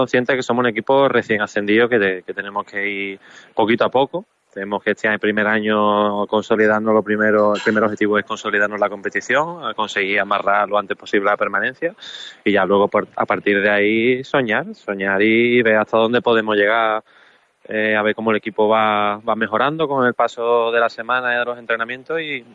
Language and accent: Spanish; San Fernando, Andalusia, Spain; nosotros somos de San Fernando.